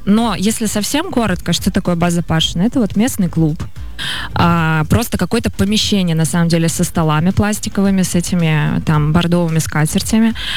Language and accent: Russian; Aikhal, Sakha Republic, Russia; moved away; Я там родилась и выросла.